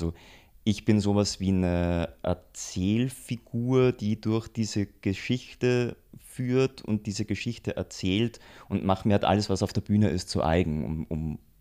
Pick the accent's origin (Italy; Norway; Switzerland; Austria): Austria; now in Berlin, Germany; Ich komme eigentlich aus Österreich, lebe aber schon seit vielen Jahren in Berlin